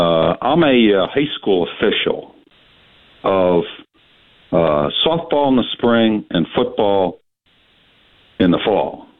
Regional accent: Connecticut, United States; where I grew up near Norwich, Connecticut, was a hotbed for distance running

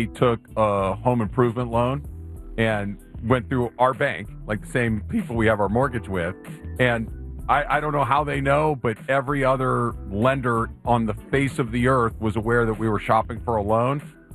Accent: Arcadia, California, United States; I grew up in Arcadia, and which is right next to Pasadena.

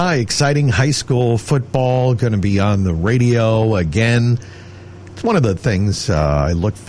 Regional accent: Hanover, Massachusetts, United States; my hometown of Hanover

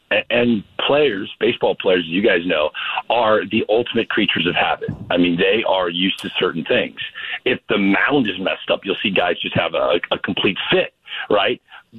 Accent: St. Louis, Missouri, United States; I know I'm from St. Louis. People are going to say there's a bias

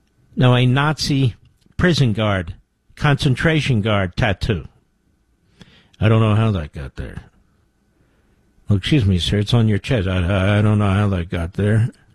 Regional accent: Philadelphia, Pennsylvania, United States; moved away as an adult; even though I was born in Philly and raised right outside of Philly.

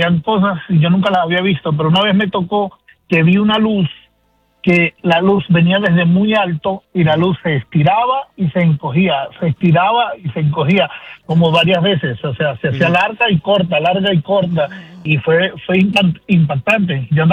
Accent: Venezuela; Mira, una vez en mi país, yo soy de Venezuela, yo manejaba un camión de noche

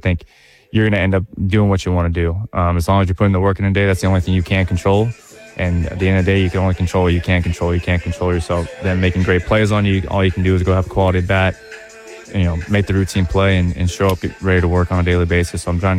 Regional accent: Las Vegas, Nevada, United States; growing up in Vegas

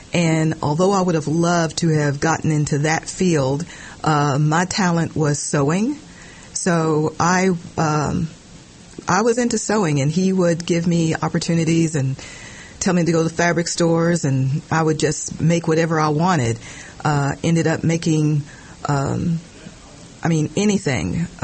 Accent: Henry County, Kentucky, United States; also born or lived in Louisville, Kentucky / Oldham County, Kentucky; Well, although I was born in Louisville, my family moved to Oldham County, and I was there for a little while, maybe a year or two, and then we finally settled on an 80-acre farm in Henry County, where we raised cows, chickens, goats, sheep, dogs, cats.

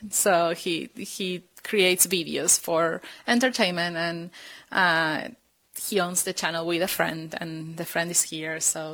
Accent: Argentina; also born or lived in Italy; now in Sandpoint, United States; Right. So I'm from Argentina.

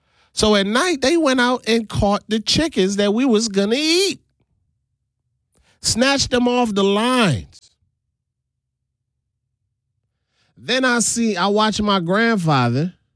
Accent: St. Thomas, U.S. Virgin Islands; So I'm born and raised in St. Thomas, the U.S. Virgin Islands. Very strong Caribbean culture.

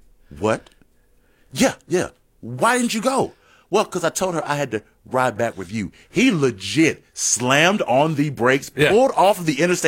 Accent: New York, United States; born there; now in Georgia, United States; I was born in New York, but I live in Georgia.

